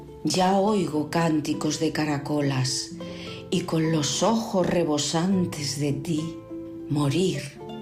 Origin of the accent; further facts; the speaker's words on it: Vitoria-Gasteiz, Basque Country, Spain; de Vitoria-Gasteiz, para Poetas en Mayo